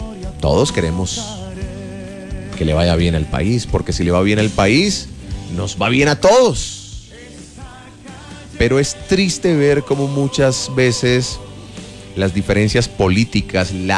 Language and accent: Spanish; Colombia; Colombia sigue siendo nuestro hogar